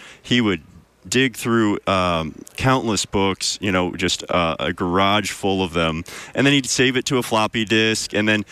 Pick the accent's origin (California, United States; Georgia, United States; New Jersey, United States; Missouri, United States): Missouri, United States; St. Louis; So my father and I grew up in St. Louis, Missouri.